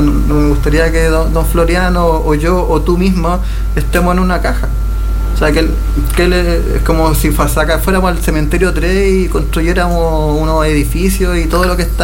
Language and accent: Spanish; Buenos Aires, Argentina; Y yo como porteño, mi abuela me decía que yay, por ejemplo, es viento, y marga era oro.